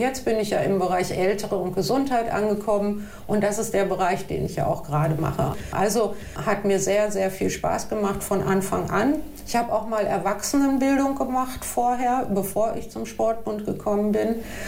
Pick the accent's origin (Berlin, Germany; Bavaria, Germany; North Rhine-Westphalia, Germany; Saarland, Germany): North Rhine-Westphalia, Germany; Bielefeld; Ja, ich bin in Bielefeld geboren, im Klösterchen, 1964.